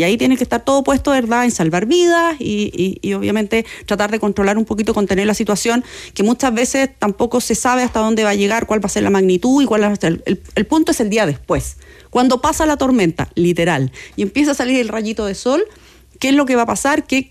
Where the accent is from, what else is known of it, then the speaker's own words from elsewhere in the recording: Chile; nosotros sí que tenemos experiencia como chilenos